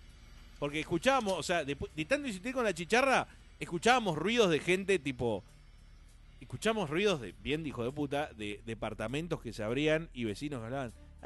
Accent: Buenos Aires, Argentina; uno como porteño

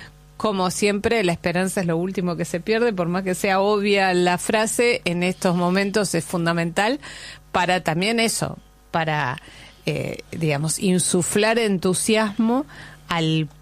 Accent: Argentina; avergüenza a uno como argentino

